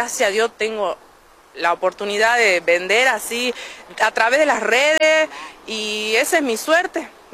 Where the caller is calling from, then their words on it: Las Heras, Argentina; Estoy viviendo ahí en Las Heras.